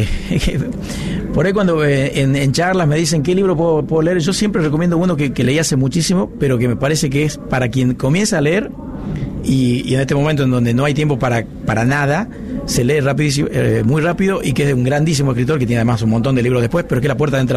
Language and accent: Spanish; Tucumán, Argentina; Sí, recontra tucumano.